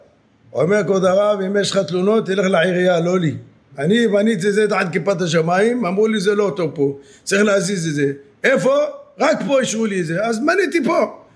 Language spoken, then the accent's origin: Hebrew; Jerusalem, Jerusalem District, Israel; כשהיינו קטנים, היינו גרים באיזו שכונה בירושלים, שכונת הבוחרים